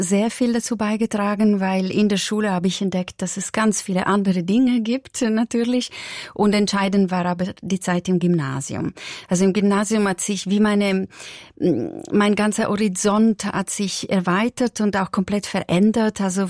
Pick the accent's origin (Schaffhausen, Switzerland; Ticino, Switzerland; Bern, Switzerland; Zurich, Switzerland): Ticino, Switzerland; Madrano; also für meine Großeltern in Madrano, in diesem Weiler, wo ich aufgewachsen bin, war es tatsächlich damals, obwohl es schon die 1990er Jahren waren, eine schwierige Vorstellung.